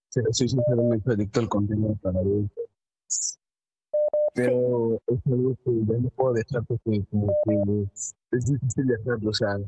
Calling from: Mexico; Sí, soy de México y voy de vez en cuando

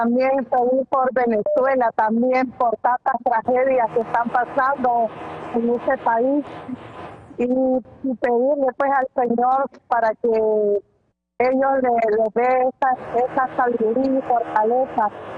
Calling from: Matagalpa, Nicaragua; Yo llamo de Matagalpa, Nicaragua

